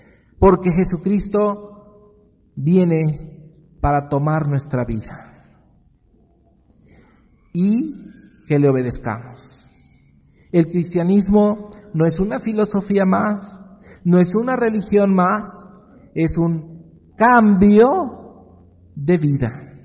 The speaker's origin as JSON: {"language": "Spanish", "country": "Mexico"}